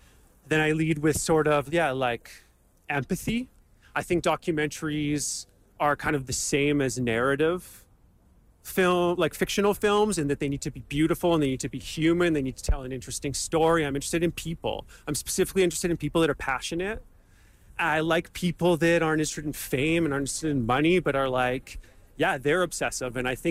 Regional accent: Vancouver, British Columbia, Canada; cryonics was something that was happening in my hometown in Vancouver

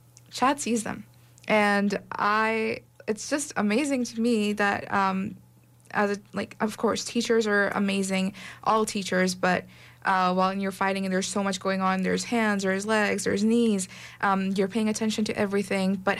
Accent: Pakistan; now in Canada; So I'm from Pakistan

